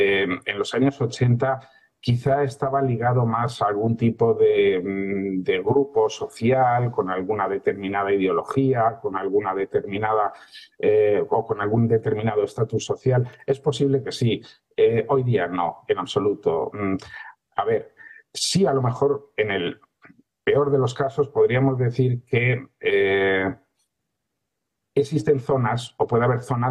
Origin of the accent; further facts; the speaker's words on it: Madrid, Community of Madrid, Spain; soy de Madrid y vivo en Madrid